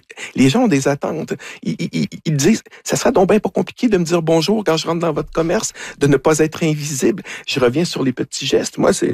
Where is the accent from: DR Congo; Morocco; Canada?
Canada; Quebec